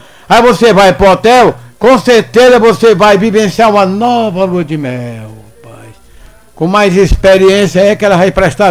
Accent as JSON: {"language": "Portuguese", "country": "Brazil", "said": "sou brasileiro."}